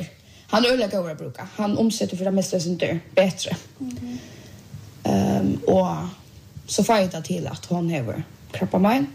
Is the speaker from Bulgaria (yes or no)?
yes; Bulgaria; Swedish is a second language; Och jag är från Bulgaria, faktiskt bara vi här som är ifrån.